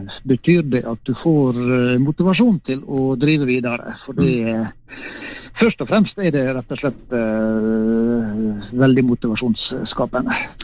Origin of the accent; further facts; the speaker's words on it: Ålesund, Møre og Romsdal, Norway; moved away as an adult; also born or lived in Sogndal; født og oppvokst oppe i Ålesund, helt i strandkanten på en fjord som heter Borgundfjorden